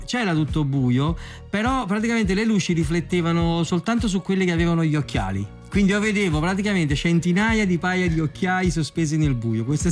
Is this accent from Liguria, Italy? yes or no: no; Naples, Campania, Italy; Ma io sono del Rione Sanità, e quindi vengo da una Rione molto tradizionale.